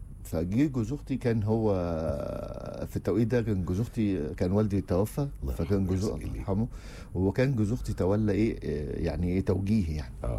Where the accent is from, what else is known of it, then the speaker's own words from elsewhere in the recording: Mansoura, Dakahlia, Egypt; فبدات ابعت للاستاذ عبد المجيد نعمان رئيس تحرير مجله الاهلي موضوعات عن دوري المدارس في المنصوره، حكم ان انا من المنصوره